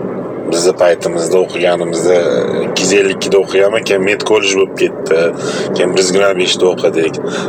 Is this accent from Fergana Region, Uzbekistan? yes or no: no; Tashkent, Uzbekistan; Mana shu bizam bolaligimiz Qo'yliq massiv 5-5 da o'tgan. Da ajoyib bo'lgan. O'zim 84-yilda tug'ilgan bo'lsam